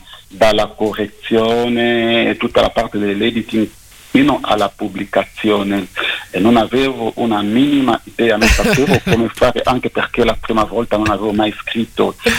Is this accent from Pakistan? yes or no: no; DR Congo; moved away as an adult; Congo belga e Congo francese, e io vengo dal Congo belga.